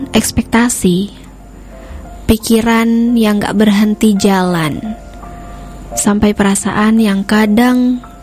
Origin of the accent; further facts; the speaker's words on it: Surabaya, East Java, Indonesia; moved away; inget banget ya masa-masa kecil pas di Surabaya, ketika kita main, pulang sekolah, main pas sore hari mau ngaji.